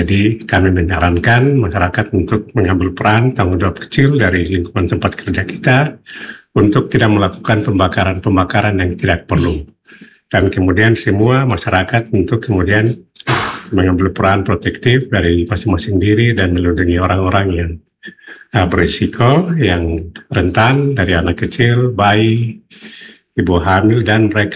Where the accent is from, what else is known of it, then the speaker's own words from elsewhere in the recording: Manokwari, West Papua, Indonesia; kita warga Manokwari